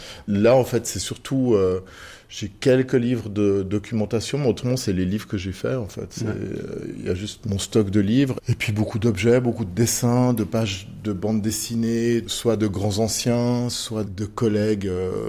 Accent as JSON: {"language": "French", "region": "Fribourg", "country": "Switzerland", "said": "un petit peu partout en Suisse, je crois. En tout cas en Suisse romande, mais nous on vient de Fribourg."}